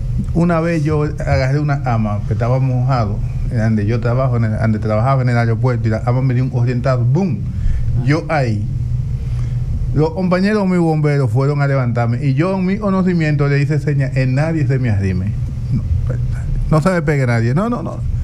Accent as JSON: {"language": "Spanish", "country": "Dominican Republic", "said": "Nosotros como dominicanos tenemos un chin de preparación."}